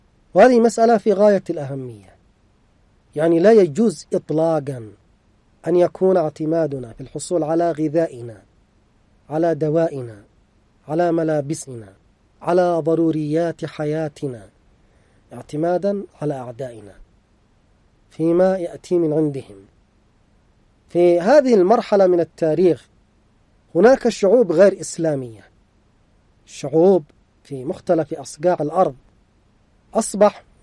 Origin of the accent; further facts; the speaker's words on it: Yemen; عندنا في اليمن